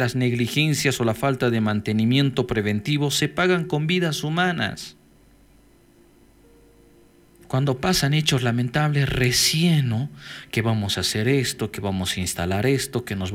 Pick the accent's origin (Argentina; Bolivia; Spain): Bolivia; Esta es una herida que nos duele a todos como bolivianas y bolivianos.